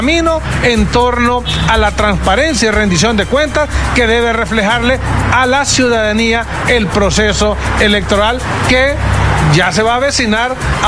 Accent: Honduras; nosotros como hondureños

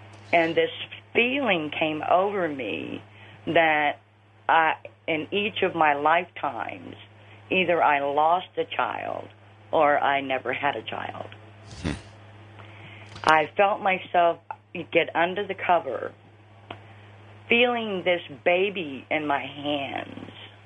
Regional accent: Florida, United States; I'm from Florida.

